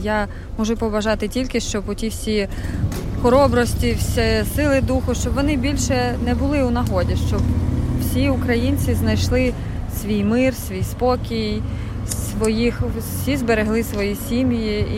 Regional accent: Zaporizhzhia, Zaporizhzhia Oblast, Ukraine; now in Waldshut, Germany; Ми знаходимося в маленькому містечку німецькому Вальцхут, але я сама з Запоріжжя.

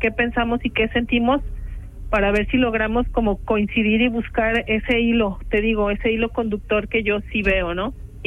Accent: Jalisco, Mexico; now in Switzerland; Puerto Vallarta, que es el sitio donde yo vivía antes de venir a Suiza, que es en el estado de Jalisco, de donde soy yo

